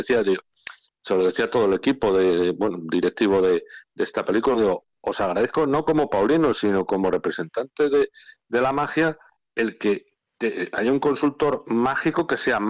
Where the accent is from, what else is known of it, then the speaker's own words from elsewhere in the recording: Peñaranda de Bracamonte, Castile and León, Spain; born there; Pero yo nací en Peñaranda de Bracamonte.